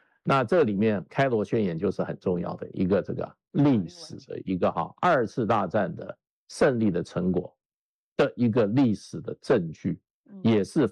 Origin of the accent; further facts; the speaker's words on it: Taiwan; 我们从小在台湾呢，每年都会播的